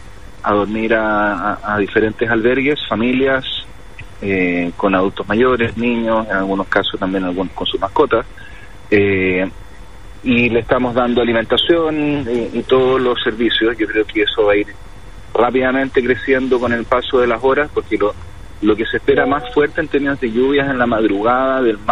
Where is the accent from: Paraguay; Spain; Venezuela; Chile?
Chile; Antofagasta; como somos los antofagastinos, cuando llueve nos preocupamos del techo